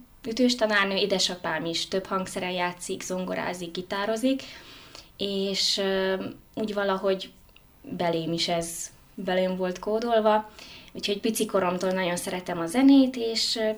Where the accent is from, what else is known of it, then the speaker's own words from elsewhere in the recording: Harghita, Romania; Hát 2007-ben történt a Hargitán gyerektáborban. Én a gyerek, tini és fiatal éveimet a Hargitán töltöttem.